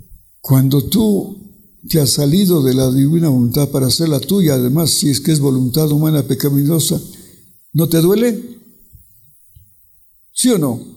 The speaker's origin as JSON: {"language": "Spanish", "town": "Ibarra", "region": "Imbabura", "country": "Ecuador", "said": "Yo conocía eso, soy de Ibarra. Era pura montaña, pura montaña."}